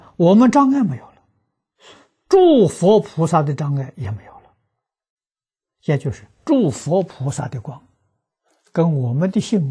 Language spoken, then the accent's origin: Chinese; China; 我们中国人